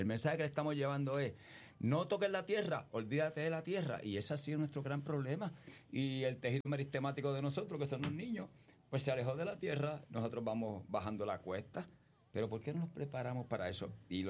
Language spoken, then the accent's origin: Spanish; Cataño, Puerto Rico; yo me crié en Vietnam, en el mangle. Mi casa estaba en unos socos sobre el mangle. Éramos un montón de hermanos.